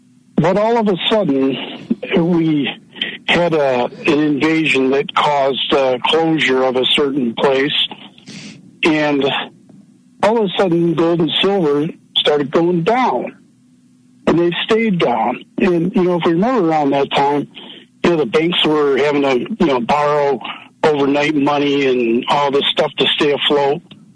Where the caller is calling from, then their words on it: Michigan, United States; from Michigan.